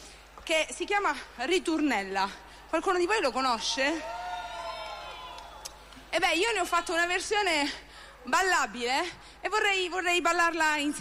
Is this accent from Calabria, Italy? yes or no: yes; Calabria, Italy; E io, a tal proposito, non so se hai capito che sono calabrese